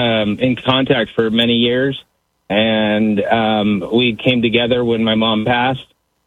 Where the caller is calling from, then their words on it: Palmetto, Florida, United States; I'm calling Palmetto.